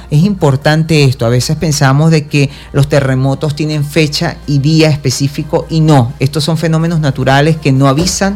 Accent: Venezuela

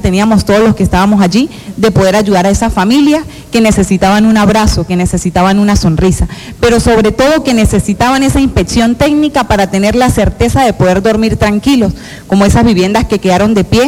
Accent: Venezuela; unidos como venezolanos

